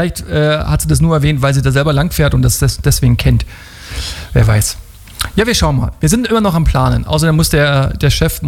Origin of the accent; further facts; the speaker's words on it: Braunschweig, Lower Saxony, Germany; Braunschweiger.